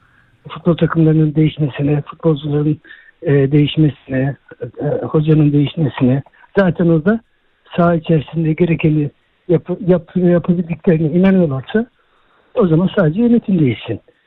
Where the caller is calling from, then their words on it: Gebze, Kocaeli, Turkey; Gezce'den arıyorum.